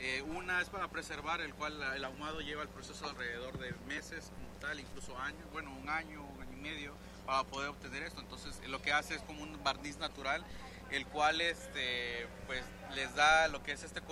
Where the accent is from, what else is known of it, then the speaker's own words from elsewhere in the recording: Tabasco, Mexico; Somos originarios de la comunidad de Bolomits, yo soy originario de Bolomits, de Huaytalpa